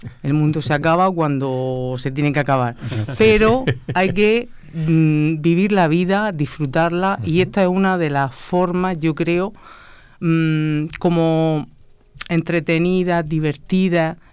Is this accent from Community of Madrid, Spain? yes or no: no; Region of Murcia, Spain; en mi tierra, en Murcia.